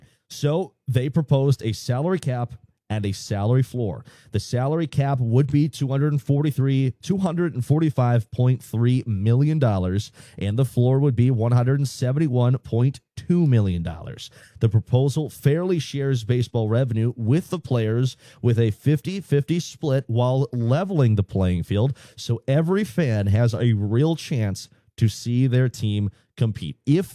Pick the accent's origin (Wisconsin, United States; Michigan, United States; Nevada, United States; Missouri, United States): Wisconsin, United States; I was born and raised in Wisconsin.